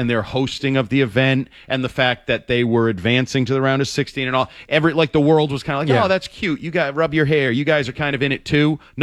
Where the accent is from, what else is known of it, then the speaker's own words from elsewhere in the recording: United States; I'm an American.